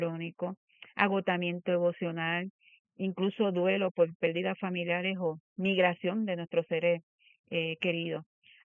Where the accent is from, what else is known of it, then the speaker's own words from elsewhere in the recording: Puerto Rico; Aunque nosotros como puertorriqueñas conservamos una fuerte tradición religiosa